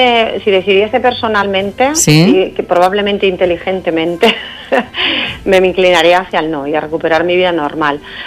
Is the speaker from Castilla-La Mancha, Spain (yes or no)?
yes; Almadén, Castilla-La Mancha, Spain